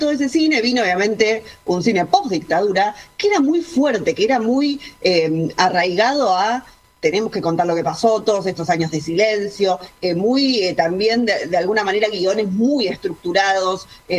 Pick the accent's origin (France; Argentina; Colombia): Argentina; Como argentinos vivimos todo esto, venimos de esto